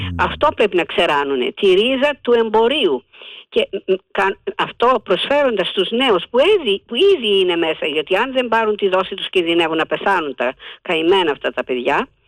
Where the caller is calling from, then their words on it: Ilioupoli, Attica, Greece; από Ηλιούπολη.